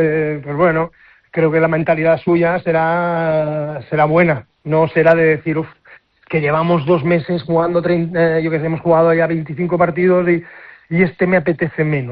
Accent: Badalona, Catalonia, Spain; Soy de Badalona, pero también soy del Barça de fútbol.

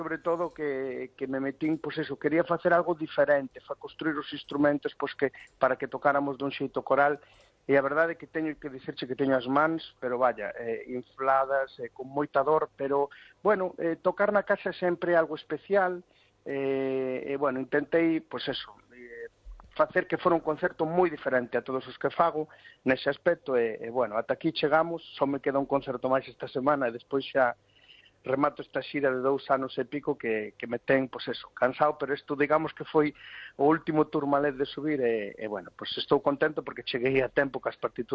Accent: Galicia, Spain

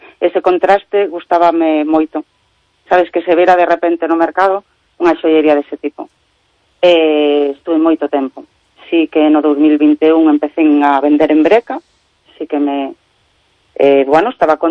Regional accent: O Grove, Galicia, Spain; Son do Grove, son de Puerto de Mar.

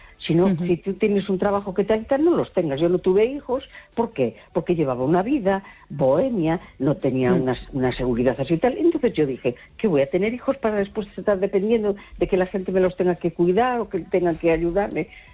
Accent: A Coruña, Galicia, Spain

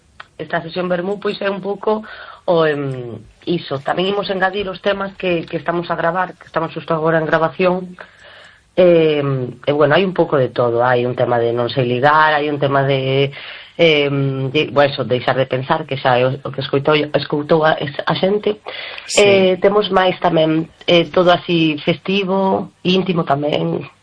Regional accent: Argentina; Galician is a second language; veño de Argentina

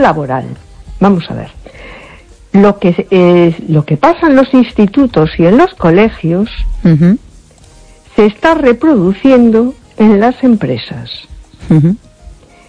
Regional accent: A Coruña, Galicia, Spain

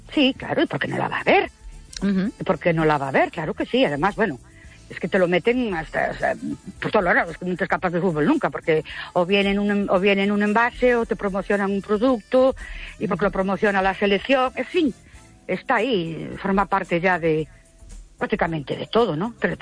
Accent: Ourense, Galicia, Spain; Buenas noches … de Ourense.

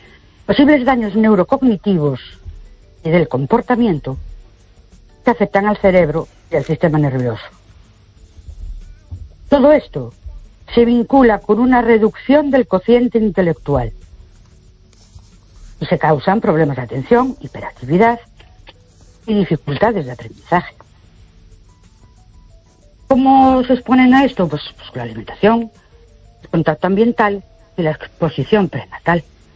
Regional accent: Ourense, Galicia, Spain; Buenas noches … de Ourense.

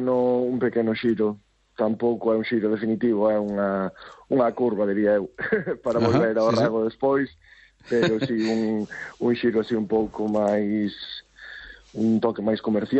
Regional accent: Galicia, Spain

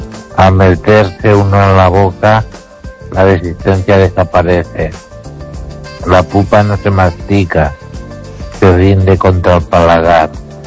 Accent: Ourense, Galicia, Spain; La verdad es que … de Orense.

